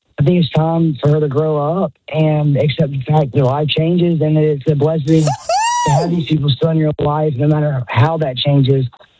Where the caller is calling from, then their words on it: Birmingham, Alabama, United States; Birmingham, Alabama.